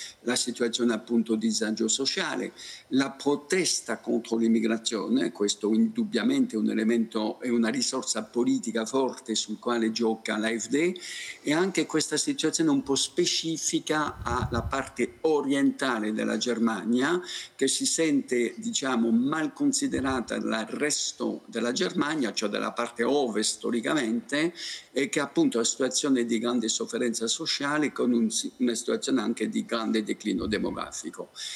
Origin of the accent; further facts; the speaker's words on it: France; Italian is a second language; nel mio paese, in Francia